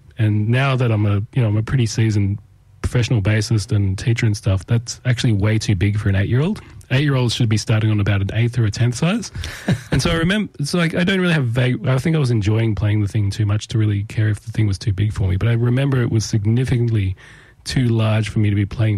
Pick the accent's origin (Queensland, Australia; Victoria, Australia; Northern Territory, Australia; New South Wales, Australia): New South Wales, Australia; Tamworth; I grew up in Tamworth, yes.